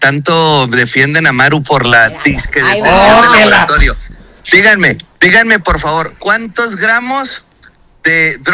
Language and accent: Spanish; Chihuahua, Mexico; yo soy mexicano. Yo soy mexicano